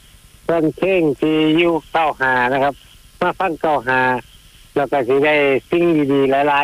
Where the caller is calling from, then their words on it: Sakon Nakhon, Thailand